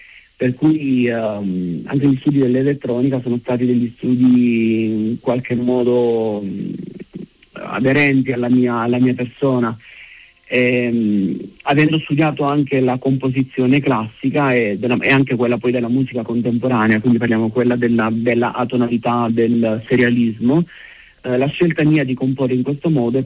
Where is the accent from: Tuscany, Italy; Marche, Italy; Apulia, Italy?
Apulia, Italy; Però il mio ritorno è dovuto soprattutto a un legame con la mia terra, con le mie radici